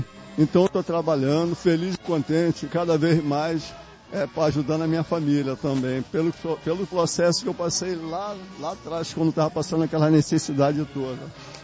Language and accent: Portuguese; São Gonçalo, Rio de Janeiro, Brazil; São Gonçalo.